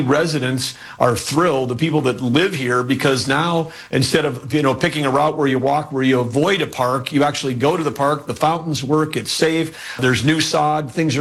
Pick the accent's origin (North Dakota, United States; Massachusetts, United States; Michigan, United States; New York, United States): North Dakota, United States; my home state of North Dakota